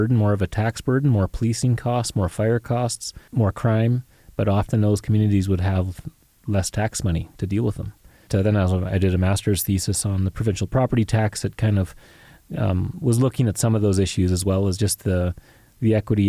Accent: Prince George, British Columbia, Canada; moved away; I lived like an hour out of Prince George, middle of nowhere, and went to Beaverly Elementary School and then College Heights. So I grew up in Prince George, but I guess only became like an actual taxpayer in 2017.

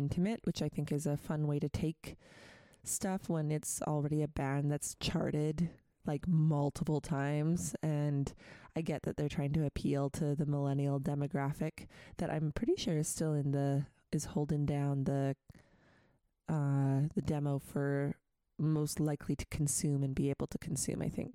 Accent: Prince George, British Columbia, Canada; when I was growing up in Prince George.

